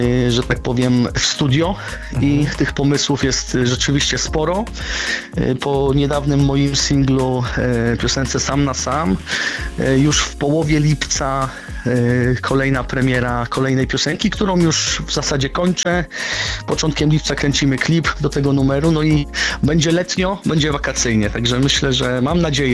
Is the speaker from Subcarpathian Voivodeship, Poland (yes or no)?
yes; Subcarpathian Voivodeship, Poland; ja jestem prosty chłopak z Podkarpacia